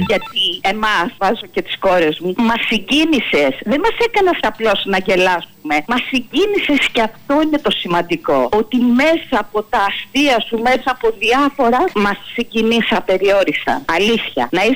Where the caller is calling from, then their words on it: Glyfada, Attica, Greece; από Γλυφάδα.